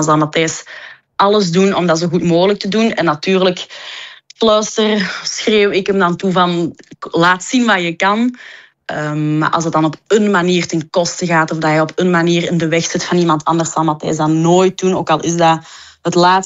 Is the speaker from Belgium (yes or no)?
yes; Flanders, Belgium; En ik ben een echte Vlaamse, dus dat botst wel soms.